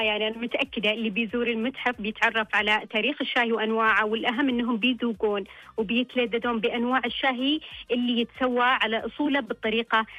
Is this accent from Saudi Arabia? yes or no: yes; Saudi Arabia